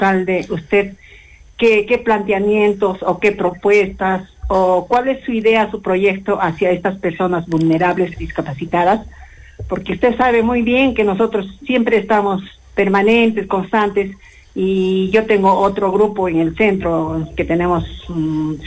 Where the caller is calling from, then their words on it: Arequipa, Peru; Yo soy una vecina de Selva Alegre.